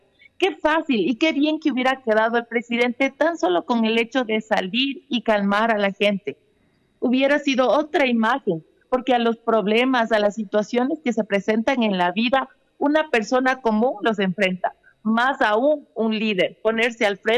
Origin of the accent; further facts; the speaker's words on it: Ecuador; Pues dentro de la Constitución del Ecuador, en el artículo 50 está que los ciudadanos ecuatorianos tendremos derecho a la salud.